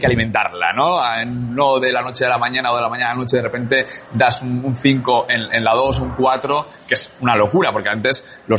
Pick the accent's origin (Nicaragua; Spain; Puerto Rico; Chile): Spain; Basque Country; Yo como vasco, al final, pues sé de lo que hablo, que vengo de un país pequeñito también